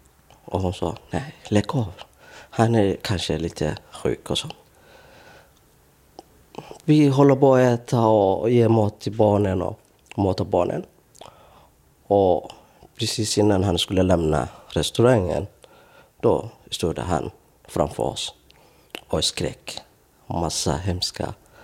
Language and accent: Swedish; Somalia; Vi är ju från Somalia.